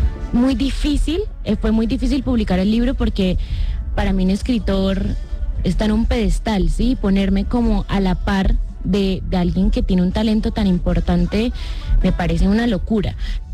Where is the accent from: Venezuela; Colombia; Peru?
Colombia; Bucaramanga, Santander; now in Bogotá, Colombia; Yo soy de Bucaramanga.